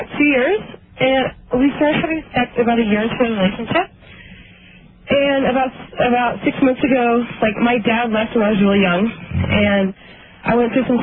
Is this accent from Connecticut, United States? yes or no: no; Los Angeles, California, United States; No, I'm from Los Angeles.